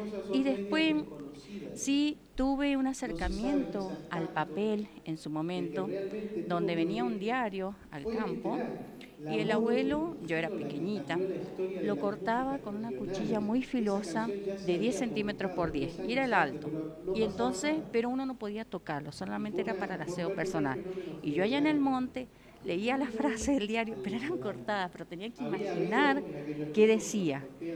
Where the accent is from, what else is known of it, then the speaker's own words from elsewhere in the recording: Chacritas, Argentina; En Chacritas, sería 15 kilómetros del departamento de La Paz, del otro lado del río Tuyán, que actualmente está seco.